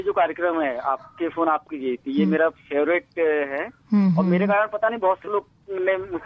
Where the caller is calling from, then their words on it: Samnapur, Madhya Pradesh, India; Actually मैं समनापुर से हूँ।